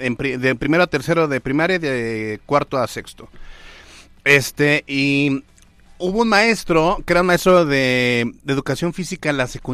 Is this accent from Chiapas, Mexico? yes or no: no; San José Chichiquila, Puebla, Mexico; also born or lived in Guadalupe Victoria, Puebla / Perote, Veracruz; Estudié en San José Chichica, Puebla, Tierra Santa. Anda. Ahí nací.